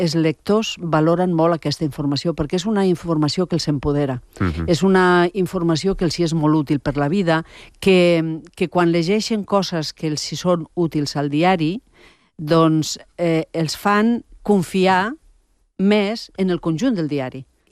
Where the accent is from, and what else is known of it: Catalonia, Spain; accent: Ponent